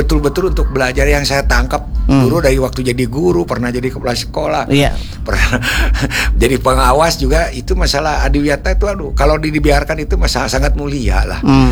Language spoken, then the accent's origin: Indonesian; Bandung, West Java, Indonesia; Saya asli Bandung kan